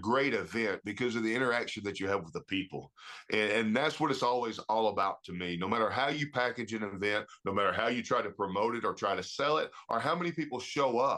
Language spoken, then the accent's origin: English; Anniston, Alabama, United States; here in my hometown